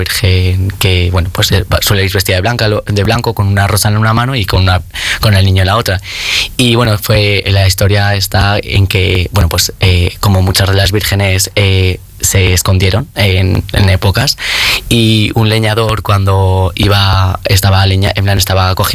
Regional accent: Cañizar de Argaño, Castile and León, Spain; La mayoría de gente mayor de mi pueblo nació en Cañizar de los Ajos. Fue en 1963 cuando cambió a Cañizar de Argaño

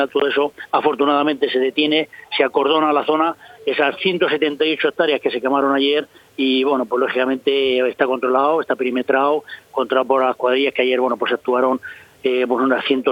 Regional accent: Íscar, Castile and León, Spain; mi pueblo de Íscar

